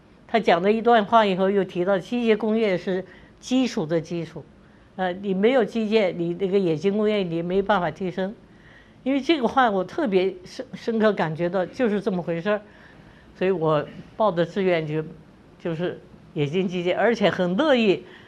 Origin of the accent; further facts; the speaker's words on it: China; 我们中国人一点不比外国人差